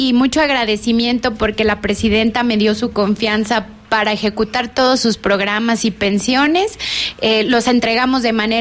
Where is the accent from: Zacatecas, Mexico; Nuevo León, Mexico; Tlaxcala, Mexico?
Zacatecas, Mexico; Y por eso en Zacatecas la queremos mucho, bien mucho